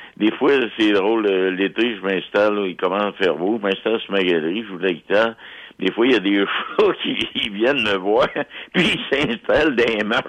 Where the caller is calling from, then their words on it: Lévis, Quebec, Canada; on est dans la ville, là, tu sais, je suis à Lauzon